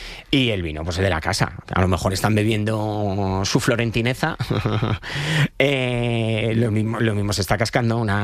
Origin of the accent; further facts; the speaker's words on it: Leganés, Community of Madrid, Spain; yo que soy del Barça, entonces tampoco tengo, aunque he criado en Leganés